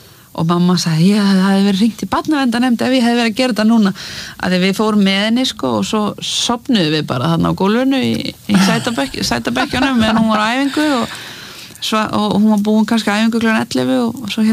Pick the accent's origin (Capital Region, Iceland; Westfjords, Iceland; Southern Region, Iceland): Capital Region, Iceland; Mosfellsbær; Já, ég elst upp í Mosfellsbæ með mömmu og eldri bróður mínum og þetta bara svona venjulegt Mosfellslí